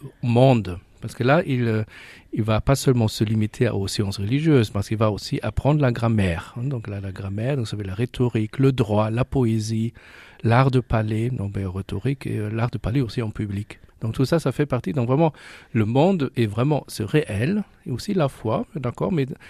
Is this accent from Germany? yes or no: yes; Germany; moi, en tant qu'Allemand, je ne connaissais pas du tout avant.